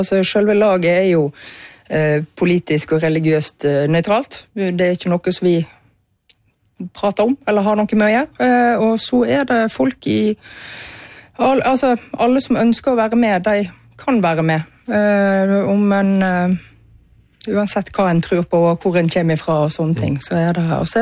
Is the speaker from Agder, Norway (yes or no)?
no; Hyllestad, Vestland, Norway; jeg vokste opp i Kvenstensparken i Hyllestad.